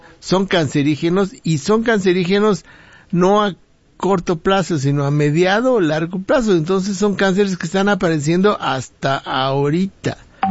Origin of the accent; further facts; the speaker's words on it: Momoxpan, Puebla, Mexico; nosotros que somos vecinos de Momoxpan, ahí.